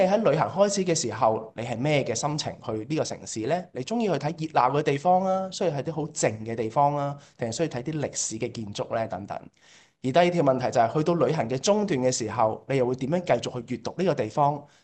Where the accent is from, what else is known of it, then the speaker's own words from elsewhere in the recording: Hong Kong; 我自己本身都是香港土生土長